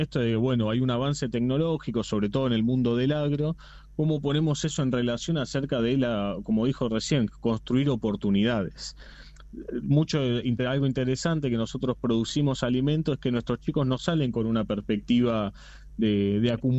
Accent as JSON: {"language": "Spanish", "region": "Buenos Aires", "country": "Argentina", "said": "No, yo soy de Buenos Aires."}